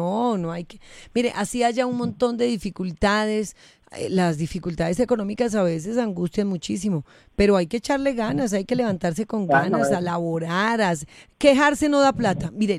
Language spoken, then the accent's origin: Spanish; Boyacá, Colombia; Ah, es que usted es paisano mío, con razón.